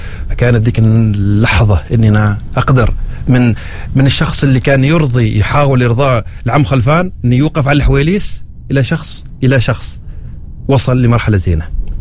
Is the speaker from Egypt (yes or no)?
no; Oman